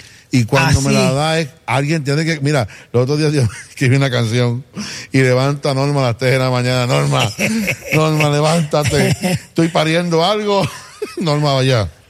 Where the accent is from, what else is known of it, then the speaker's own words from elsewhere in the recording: Cidra, Puerto Rico; moved away as an adult; now in Caguas, Puerto Rico; Y me crié en el pueblo de Sidra. Mi mamá es de Calley, de Farallón.